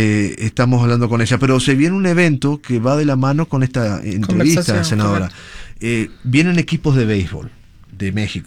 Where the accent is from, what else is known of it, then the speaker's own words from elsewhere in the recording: Uruguay; moved away; Uruguay, que es un país productor de soccer también, mi país.